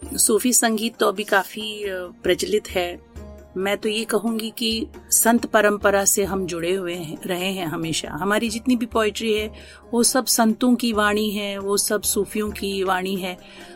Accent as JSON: {"language": "Hindi", "region": "Jammu and Kashmir", "country": "India", "said": "ये मेरी भाग्य की बात है कि मैं कश्मीर से जुड़ी हूँ, मैं कश्मीरी हूँ, कश्मीरी पंडित हूँ"}